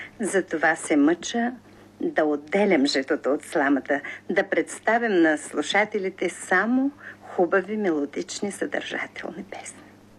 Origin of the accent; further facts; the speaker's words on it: Koriten, Dobrich Province, Bulgaria; Така че моите песни са коритенски доброжански.